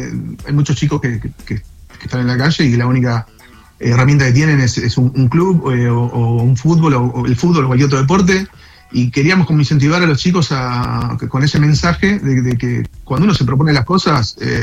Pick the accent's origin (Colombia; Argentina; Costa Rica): Argentina